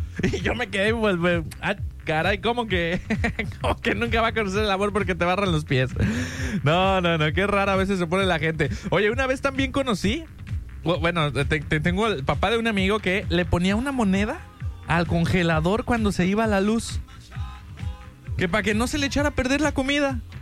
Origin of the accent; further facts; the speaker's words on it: Mexico; creo que también como mexicano es normal